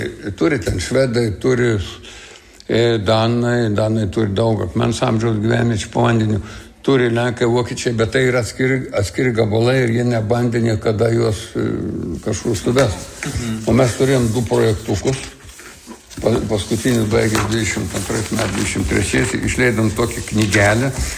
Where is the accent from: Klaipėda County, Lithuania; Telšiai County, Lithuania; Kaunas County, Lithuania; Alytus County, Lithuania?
Klaipėda County, Lithuania; Palanga; Nu, kadangi nuo 3 metų amžiaus esu palangiškis, reiškia, tai ir iš tų naujųjų palangiškių kartos, kurie moka plaukti